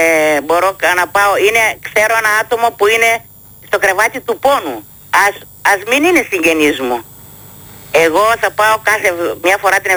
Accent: Ioannina, Epirus, Greece; moved away as an adult; also born or lived in Germany; γύρισα εδώ, στην πατρίδα μου, στον τόπο μου

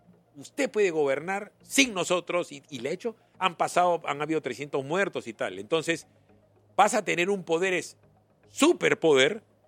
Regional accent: Trujillo, La Libertad, Peru; Ah, no, yo no soy Chiclayo. Yo soy de Trujillo, que es más que ser Chiclayo.

